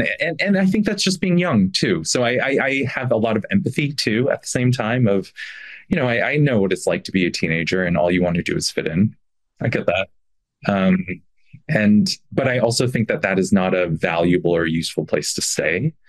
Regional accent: Florida, United States; I grew up in Florida. I had Korean parents, but I also went to a Baptist school, a white Baptist school in the South.

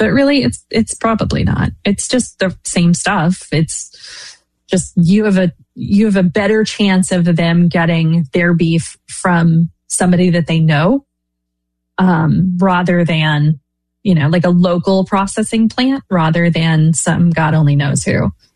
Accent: Oklahoma, United States; I'm from Oklahoma, so I've got friends and family who are ranchers

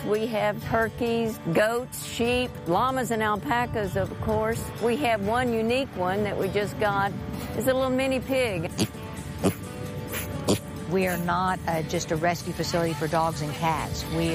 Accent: Texas, United States; I'm from East Texas and a poor country girl.

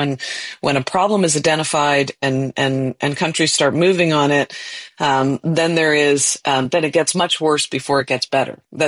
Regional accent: Canada; As a Canadian

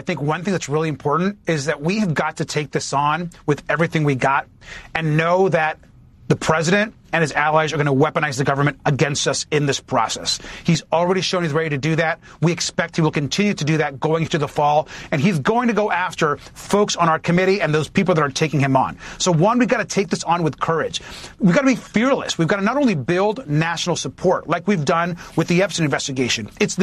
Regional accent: United States; as an American

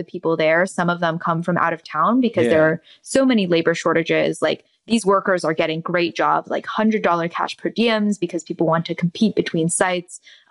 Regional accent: Milwaukee, Wisconsin, United States; When I was growing up in Milwaukee, like we knew that when we saw like the smokestacks and we heard the noise, that was what was gonna feed our kids

